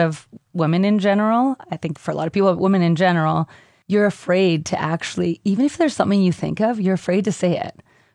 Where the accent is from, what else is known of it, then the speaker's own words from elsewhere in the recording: Thunder Bay, Ontario, Canada; I grew up in Thunder Bay.